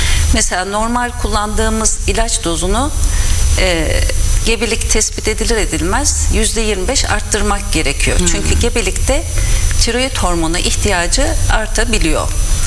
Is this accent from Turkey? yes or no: yes; Ankara, Turkey; moved away as an adult; also born or lived in Kayseri; now in Aydın, Turkey; 1966 Ankara doğumluyum. İlk ve orta öğretimimi Ankara'da tamamladıktan sonra Erciyes Üniversitesi'nde tıp ihtisası yaptım. Ardından yan dal ve dahiliye ihtisasını Adnan Menderes Üniversitesi'nde Aydın'da tamamladım.